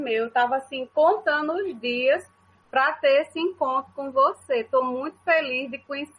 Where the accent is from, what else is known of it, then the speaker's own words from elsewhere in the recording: Crato, Ceará, Brazil; born there; eu nasci no Crato, né, e a gente costuma dizer assim, quem nasce no Crato tem um espírito do Cariri, né, porque é uma cidade que a gente tem uma diversidade de cultura